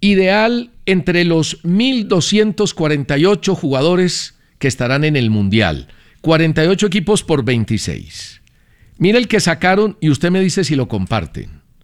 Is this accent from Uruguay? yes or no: no; Colombia